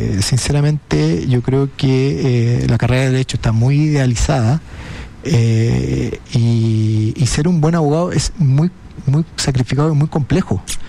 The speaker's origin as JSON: {"language": "Spanish", "town": "Viña del Mar", "region": "Valparaíso", "country": "Chile", "tie": "born or raised there", "said": "trato de contratar, sí, siempre gente de Viña del Mar, porque tengo un cariño con mi ciudad natal"}